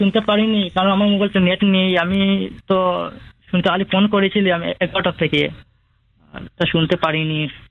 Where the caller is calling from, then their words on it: Badripar, Assam, India; আমি আসাম কাছাড় জেলা থেকে বলছি … আর আমার গ্রামের নাম বাদ্রীপাড়।